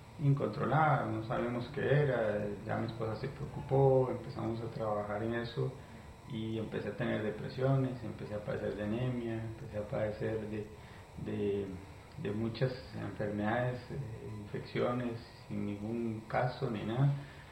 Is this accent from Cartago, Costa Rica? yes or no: yes; El Guarco, Cartago, Costa Rica; born there; yo nací en una provincia de acá de Costa Rica que se llama Cartago, específicamente en el Guarco. Yo soy el mayor de cuatro hijos, ¿verdad?